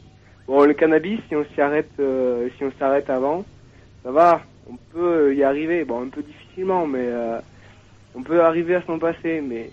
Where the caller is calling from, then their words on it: Toulouse, Occitanie, France; de Toulouse, 18 ans.